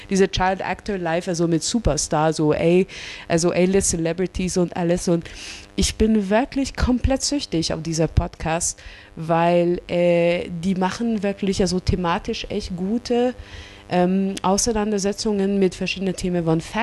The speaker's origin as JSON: {"language": "German", "country": "Canada", "second_language": "German", "moved": "yes", "said": "ich komme aus Kanada"}